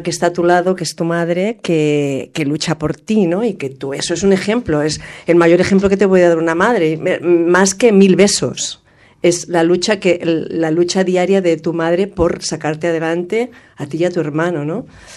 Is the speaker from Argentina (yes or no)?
no; Llinars del Vallès, Catalonia, Spain; born there; A ver, yo nací en Llinars del Vallès. Mis padres llegaron aquí en los años 60, procedentes de Extremadura.